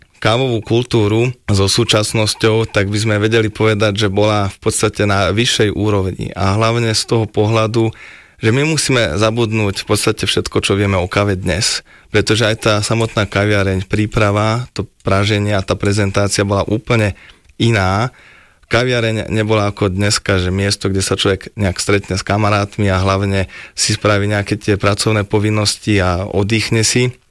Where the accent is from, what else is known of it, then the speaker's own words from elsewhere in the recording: Bzince pod Javorinou, Trenčín Region, Slovakia; Ja pochádzam od Nového Mesta nad Váhom, z takej spisovateľskej dedinky Bzince pod Javorinou.